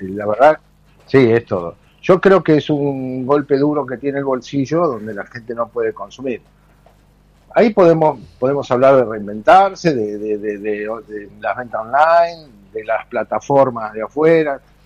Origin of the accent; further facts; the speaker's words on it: Bahía Blanca, Buenos Aires Province, Argentina; yo soy de Bahía, así que decidí venir a instalarme por completo acá a Bahía Blanca, nunca descuidé el local de Punta Alta